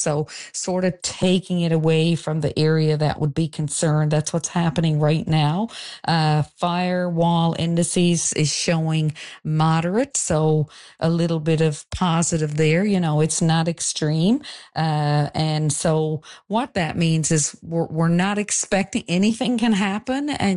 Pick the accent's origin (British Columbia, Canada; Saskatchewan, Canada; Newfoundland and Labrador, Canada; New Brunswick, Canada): Newfoundland and Labrador, Canada; I'm actually in my hometown, neighboring town of Charlottetown today